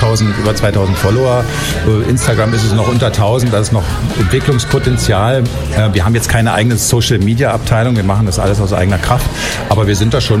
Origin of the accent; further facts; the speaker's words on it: Frankfurt, Brandenburg, Germany; Und wir sagen dann Frankfurt oder.